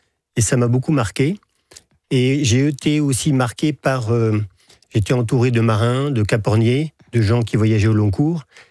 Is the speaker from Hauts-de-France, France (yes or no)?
no; Étel, Brittany, France; Elle est très ancienne, elle date de mon enfance, en Bretagne.